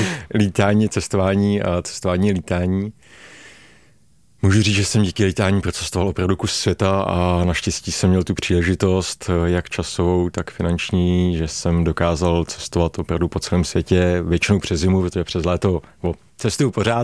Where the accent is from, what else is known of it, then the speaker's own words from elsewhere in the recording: Bohemia, Czechia; z Čech, paraglidista